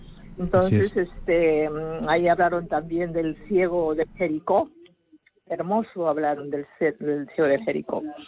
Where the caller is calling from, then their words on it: Piura, Peru; Desde Piura.